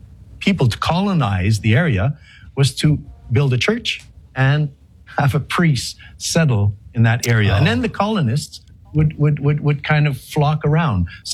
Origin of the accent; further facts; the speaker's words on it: Saguenay, Quebec, Canada; moved away; I'm French Canadian. I'm actually from a place called Saguenay, Lake St. John, a city called Chicoutimi, north of Quebec City. And it very, very Catholic origins